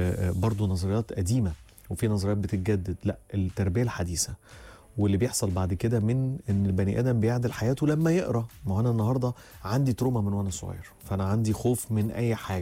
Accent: Egypt; هيضحكوا جامد على حالنا مش كمصريين

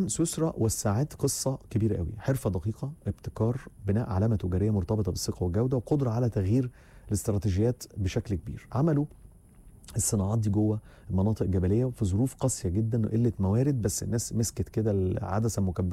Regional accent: Egypt; مواعيدنا كمصريين

